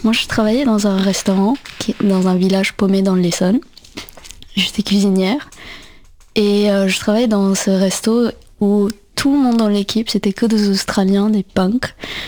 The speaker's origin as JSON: {"language": "French", "country": "India", "tie": "born or raised there", "moved": "yes", "lives_now": "Paris, France", "said": "J'ai grandi en Inde."}